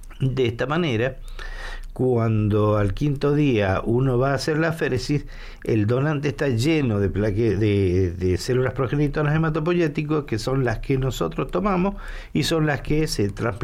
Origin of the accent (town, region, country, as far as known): Argentina